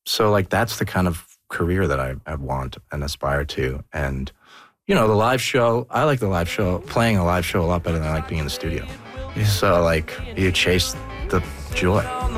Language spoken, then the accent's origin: English; Toronto, Ontario, Canada; You know what? I grew up in Toronto